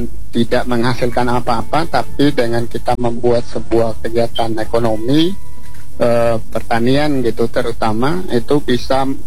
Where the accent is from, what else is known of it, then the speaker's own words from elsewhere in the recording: East Nusa Tenggara, Indonesia; Kalau di Sumba sendiri memang karena sebenarnya di kampung saya sendiri, energi baru terbarukan itu sudah terjadi di tahun 99, Pak.